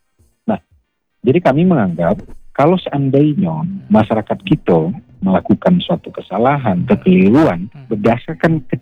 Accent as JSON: {"language": "Indonesian", "region": "West Sumatra", "country": "Indonesia", "said": "Jadi mungkin, namanya kita orang Minang dah, pasti raso sagan itu ada."}